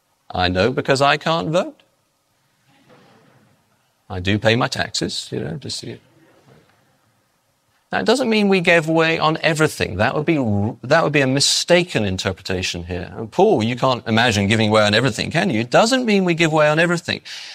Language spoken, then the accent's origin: English; England, United Kingdom; No, I'm English.